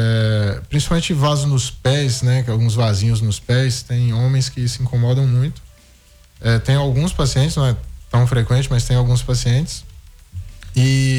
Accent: Bahia, Brazil; born there; also born or lived in Espírito Santo; now in Barra de São Francisco, Brazil; Eu sou nascido na Bahia, mas eu tenho quase mais tempo de Espírito Santo do que de Bahia, porque eu vim muito novo, né? Fiz faculdade, tudo isso aqui.

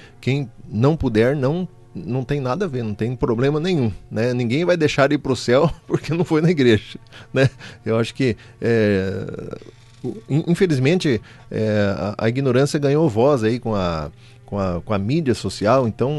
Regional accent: Brazil; Nós somos brasileiros, né?

